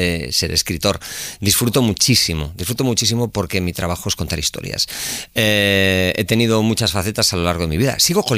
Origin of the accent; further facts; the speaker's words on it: Pontevedra, Galicia, Spain; era un crío con 17 añitos. La primera vez que me vi delante de un micrófono fue en la SER de Radio Pontevedra, que es de donde yo soy.